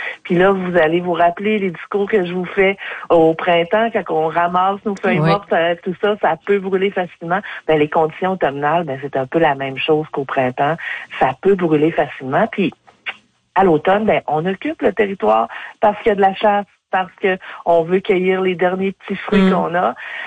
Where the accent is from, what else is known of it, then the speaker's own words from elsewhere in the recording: Quebec, Canada; c'est qu'on en a moins entendu parler chez nous, à Baie-Sept-Îles, Baie-Comeau, un peu plus près de la côte